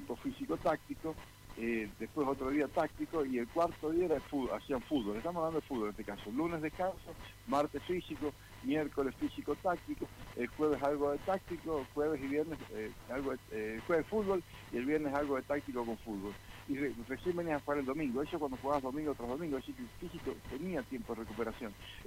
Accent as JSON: {"language": "Spanish", "country": "Argentina", "said": "Aquí en Argentina"}